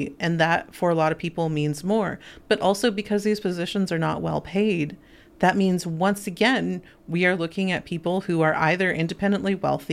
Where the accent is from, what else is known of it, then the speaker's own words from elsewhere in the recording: California, United States; now in Columbia, United States; I grew up in rural California, right? So same sort of situation. I grew up in a very Republican area and very conservative place.